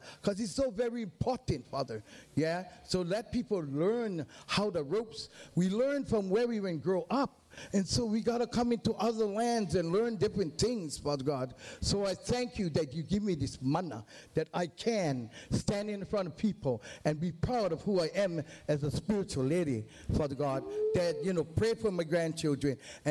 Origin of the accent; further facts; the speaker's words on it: Hawaii, United States; also born or lived in Pahoa, Hawaii; I was actually born in Pahoa Town, and then I was raised in Opihikau, come down the middle road. And I went to Pahoa School, kindergarten to 12th grade.